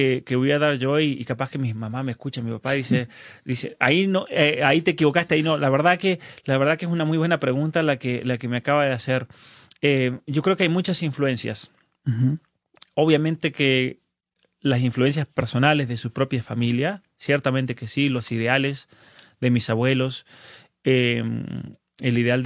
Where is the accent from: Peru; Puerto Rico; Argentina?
Argentina; Barreal, San Juan; moved away; una persona conocí a mi pueblo y me dice, nada bueno puede salir de ahí, de Barreal, de tu pueblo.